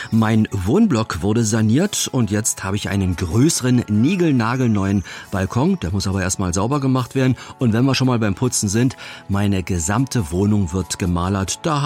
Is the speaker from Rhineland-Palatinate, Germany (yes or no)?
no; Brandenburg, Germany; Obwohl ich mit Mücken groß geworden bin im Spreewald